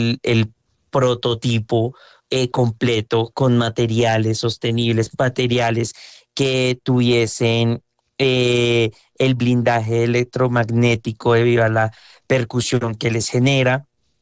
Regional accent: Colombia; pero pues como buen colombiano, recursivos e ingeniosos, desarrollamos esa tecnología desde aquí, desde Colombia

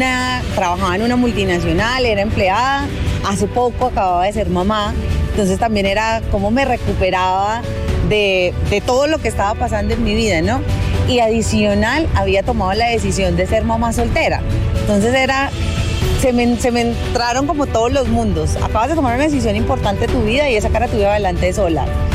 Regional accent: Santander, Colombia; now in Bogotá, Colombia; Soy santandereana y vivo sola con mi hijo en Bogotá.

